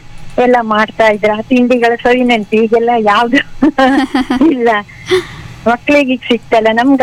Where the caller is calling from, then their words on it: Sringeri, Karnataka, India; ನಾವು ಶೃಂಗೇರಿಯಿಂದ … ಮಾತಾಡ್ತಾ ಇರೋದು.